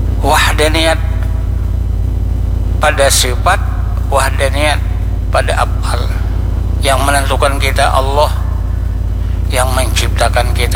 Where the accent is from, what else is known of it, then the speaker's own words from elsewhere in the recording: South Kalimantan, Indonesia; Ya bahasa kita orang Banjar, paharatnya tupang dah.